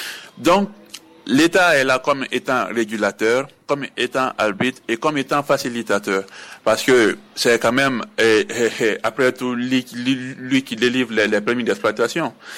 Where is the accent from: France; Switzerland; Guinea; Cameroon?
Guinea; Siguiri, Kankan Region; chez nous à Siguiri